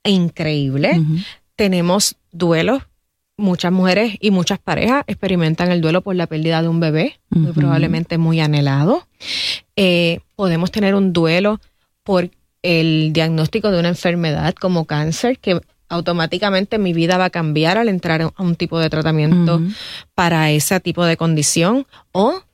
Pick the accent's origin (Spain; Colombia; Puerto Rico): Puerto Rico; Y podemos echarnos así la pata como puertorriqueños.